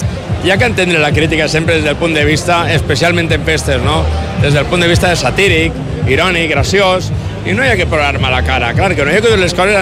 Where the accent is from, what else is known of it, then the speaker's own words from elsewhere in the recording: Alicante, Valencian Community, Spain; jo soc nascut a Alacant, els meus pares vivien al barri Virgen del Remedio, un barri modest d'Alacant, i jo els primers anys de la infància els vaig tindre així